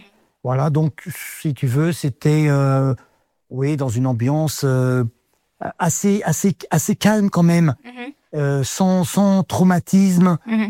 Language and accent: French; Alfortville, Île-de-France, France; parce que moi j'ai vécu qu'à Alfortville, hein, j'ai grandi à